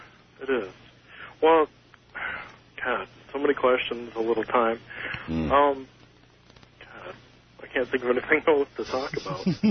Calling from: Michigan, United States; Hi, this is … from Michigan.

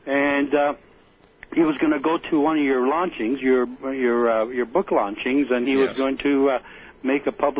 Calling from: Ontario, Canada; I'm calling from Ontario, Canada.

